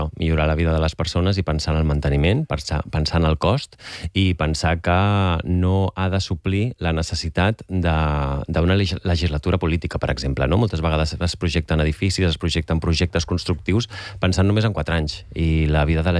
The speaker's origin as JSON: {"language": "Catalan", "town": "Terrassa", "region": "Catalonia", "country": "Spain", "tie": "born there", "said": "Jo a Terrassa, visc a la perifèria."}